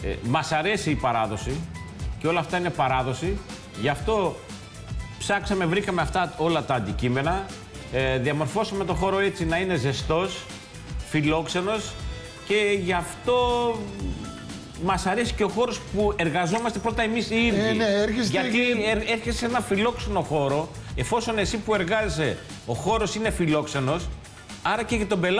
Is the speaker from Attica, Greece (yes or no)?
no; Lesbos, North Aegean, Greece; born there; μυτιλινιό λάδι, ποιοτικό, το οποίο εγώ θυμάμαι από μικρός στο χωριό μου να έχουμε 7 ελαιοτριβία